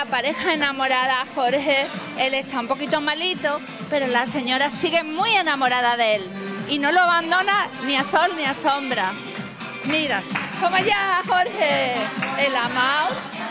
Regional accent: Seville, Andalusia, Spain; born there; En la zona de mi barrio de la Macarena, ¿no? Okay. Aunque yo nací en Nervión, pero...

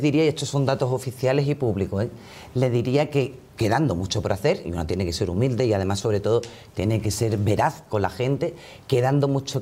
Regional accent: Valverde del Camino, Andalusia, Spain; En mi tierra estoy como pez en el agua. De hecho, yo vivo allí, Fernando, ¿eh? Yo sigo viviendo en Valverde.

